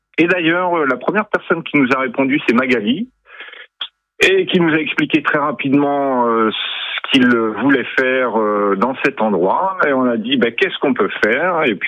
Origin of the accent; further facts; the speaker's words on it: France; moved away; Là, moi, j'ai passé beaucoup plus de temps à l'étranger qu'en France. Oui. J'ai quitté la France en 1989 et je suis revenu en 2025.